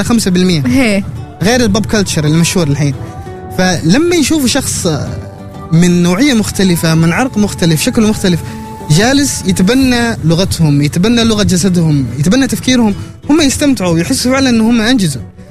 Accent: Oman; أنا عماني 100%

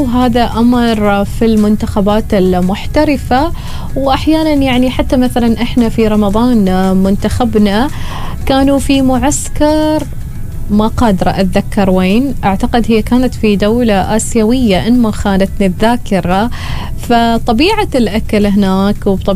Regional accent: Oman; حتى عندنا في عمان

